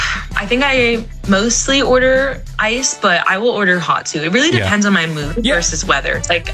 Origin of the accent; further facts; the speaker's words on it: Boston, Massachusetts, United States; accent: Boston; I am from Boston.